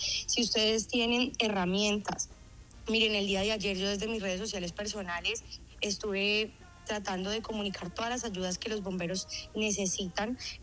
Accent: Cali, Valle del Cauca, Colombia; hoy acá desde Cali estoy, bueno, yo soy caleña, también me vi afectada

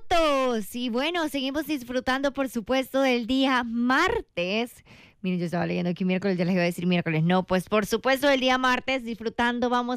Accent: El Salvador

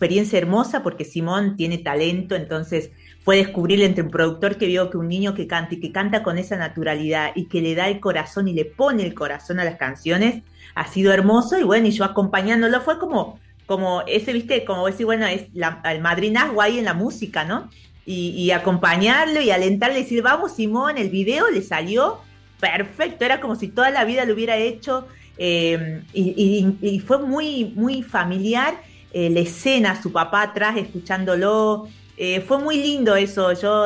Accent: Salta, Argentina; Yo soy salteña, o sea, vos me vas a escuchar hablar, yo no hablo como los porteños, diría ahí la sé, yo no tengo esa tonada porteña. Yo soy más del norte, campo adentro, mis padres, ¿no? Bien campo, bien campo.

